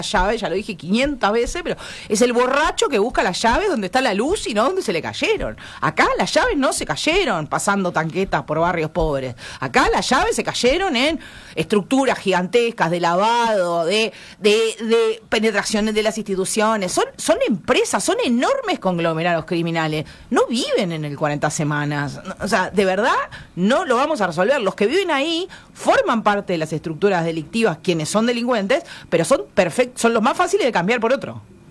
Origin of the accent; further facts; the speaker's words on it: Uruguay; Problemas que nosotros nos negamos como uruguayos a ver